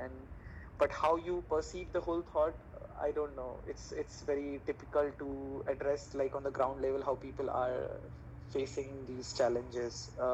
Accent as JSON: {"language": "English", "country": "India", "second_language": "English"}